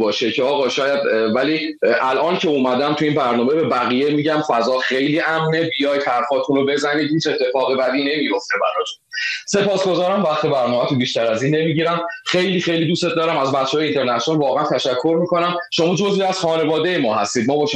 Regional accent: Qom, Iran; born there; چون اینجا شهرمونه، چون اینجا تو این شهر به دنیا اومدیم

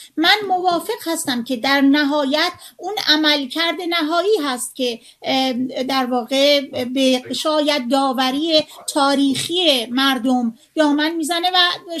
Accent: Iran

